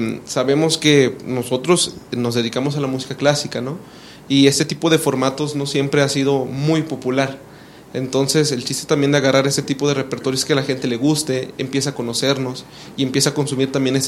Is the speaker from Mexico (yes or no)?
yes; Yucatán, Mexico; yo vengo del estado de Yucatán.